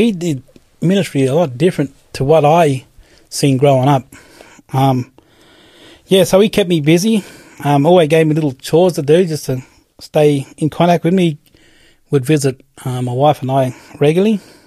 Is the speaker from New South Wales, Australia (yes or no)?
yes; Bellbrook, New South Wales, Australia; now in Sydney, Australia; Well, I'm currently living in Sydney at the moment, but I'm originally from Bellbrook, a little community called Bellbrook, the Thungari tribe.